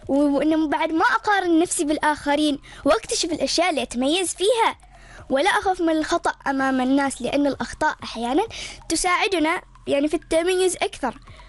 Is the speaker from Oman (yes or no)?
yes; Oman; وطني عمان هو المكان الذي ولدت فيه وكبرت فيه، هو المكان الذي أحلم أن أحقق فيها طموحي.